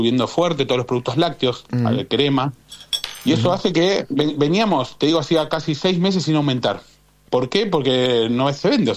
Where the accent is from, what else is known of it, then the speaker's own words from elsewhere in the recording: Villa Bosch, Buenos Aires Province, Argentina; yo soy de 3 de febrero, soy de Villa Bosch.